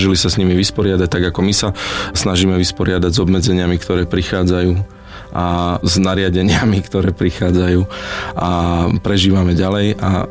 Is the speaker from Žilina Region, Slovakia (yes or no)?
no; Prievidza, Trenčín Region, Slovakia; Pochádzam z Prievidze